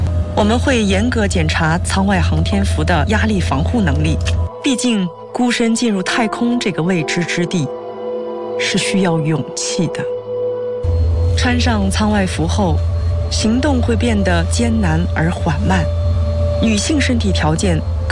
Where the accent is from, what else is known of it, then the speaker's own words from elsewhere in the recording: China; 我们中国人